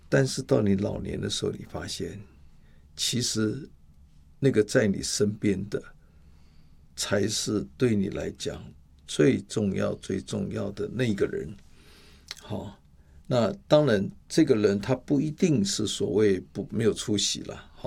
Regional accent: Taiwan; 我们台湾人最会想到那个歇后那首歌嘛

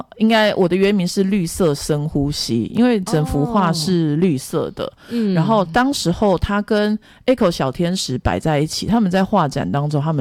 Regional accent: Taiwan; 它就是应该属于台湾的啊，嗯，我怎么会办在新加坡办了，可是我竟然在我的故乡没有办

